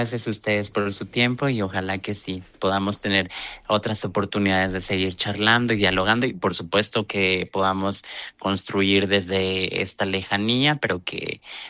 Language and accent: Spanish; Mexico; el gobierno que supuestamente de izquierda tenemos acá en México